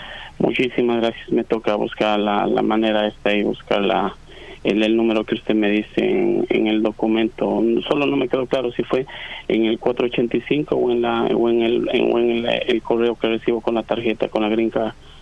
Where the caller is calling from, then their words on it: New York, United States; En Nueva York.